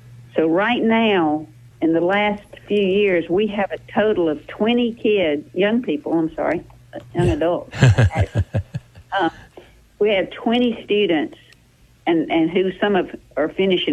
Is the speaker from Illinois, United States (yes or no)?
no; Sandersville, Georgia, United States; I'm from Sandersville, Washington County